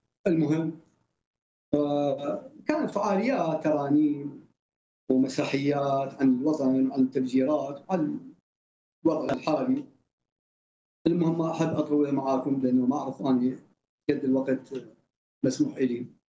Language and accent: Arabic; Iraq; احنا متعلمين عراقيين